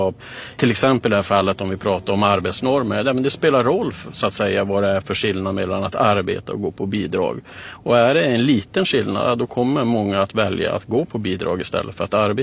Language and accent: Swedish; Kiruna, Norrbotten County, Sweden; Jag är ju född och uppvuxen i Kiruna.